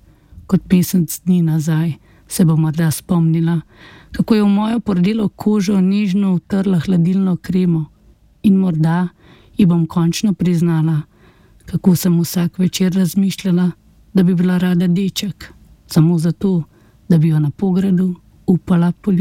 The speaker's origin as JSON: {"language": "Slovenian", "region": "Upper Carniola", "country": "Slovenia", "said": "Ampak mi, ko smo bili otroci, jaz sem iz Gorenjske, smo hodili v Lesce"}